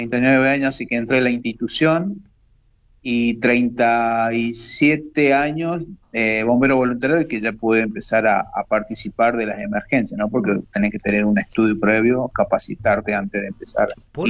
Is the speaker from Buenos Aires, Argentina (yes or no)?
no; Mendoza, Argentina; born there; now in Coronel Moldes, Argentina; Yo soy nacido en Mendoza y en el año 81 vine a vivir a Coronel Montes.